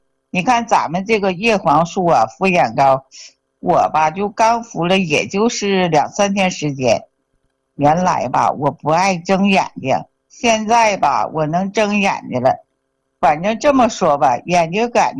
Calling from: Shenyang, Liaoning, China; 我是沈阳的。

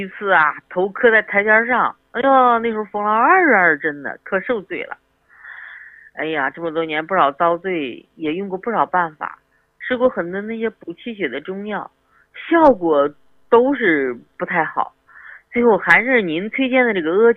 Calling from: Beijing, China

